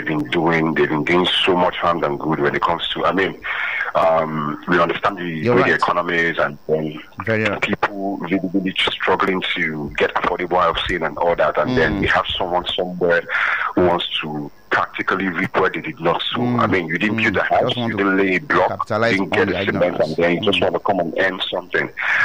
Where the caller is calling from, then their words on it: Lagos, Nigeria; I'm calling from Ogba.